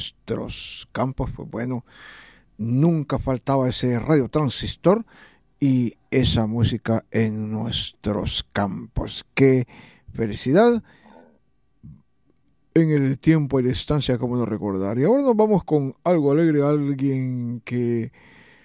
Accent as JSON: {"language": "Spanish", "country": "El Salvador", "tie": "born or raised there", "moved": "yes", "said": "allá en mi pulgarcito de América"}